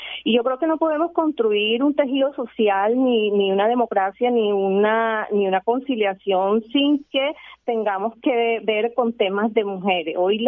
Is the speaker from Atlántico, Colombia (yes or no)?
yes; Barranquilla, Atlántico, Colombia; Yo, como barranquillera